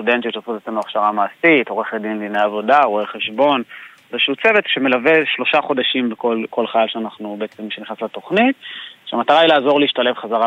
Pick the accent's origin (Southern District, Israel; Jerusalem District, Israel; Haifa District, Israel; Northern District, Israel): Southern District, Israel; Sderot; בגלל המקום שאני בא ממנו, זאת אומרת, קודם כל אני סדרות, אני גר בסדרות.